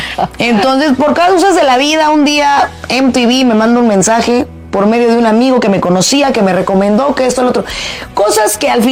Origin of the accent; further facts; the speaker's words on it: Celaya, Guanajuato, Mexico; born there; Yo nací en Celaya, Guanajuato. Ajá. Yo soy provinciana orgullosa y me encanta mi ciudad. Salí de ahí a los 18 años por necesidad